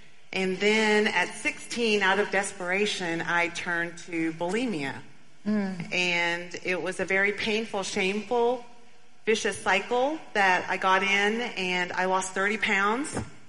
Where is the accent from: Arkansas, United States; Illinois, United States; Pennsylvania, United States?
Arkansas, United States; Bentonville; Well, I grew up in Bentonville, Arkansas.